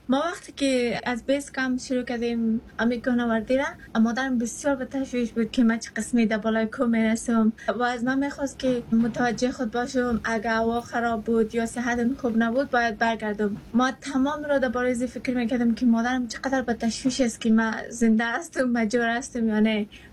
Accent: Afghanistan; now in Australia; من از افغانستان هستم در کور کلان شدم

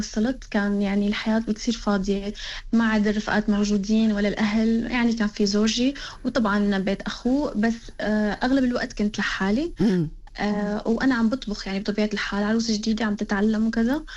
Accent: Jableh, Latakia Governorate, Syria; moved away as an adult; now in Australia; سورية، انتقلت حديثاً على أستراليا، تزوجت وسافرت. طبعاً أنا أصولي من مدينة اللاذقية جبلة، كنت عم مخلصة طب بشري بسنة 2020، وكنت عم بختص قلبية، أمراض القلب والأوعية الدموية باللاذقية كمان.

